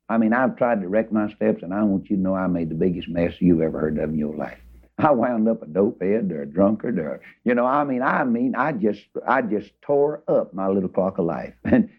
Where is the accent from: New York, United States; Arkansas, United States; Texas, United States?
Texas, United States; Of course, now, you know, I'm from Texas.